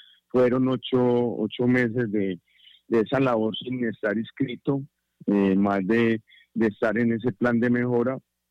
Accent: Medellín, Antioquia, Colombia; moved away; Sí, yo soy nacido en Medellín, Antioquia, en una comuna que es el barrio Campo Valdés, y allá pues me nací, me crié, y es donde pertenezco

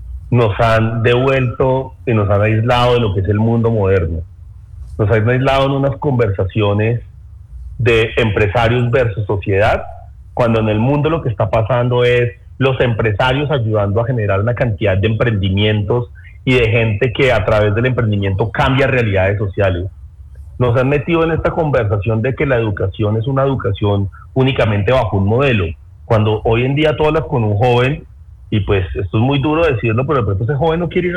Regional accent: Pereira, Risaralda, Colombia; eso dice mucho de lo que somos los pereiranos

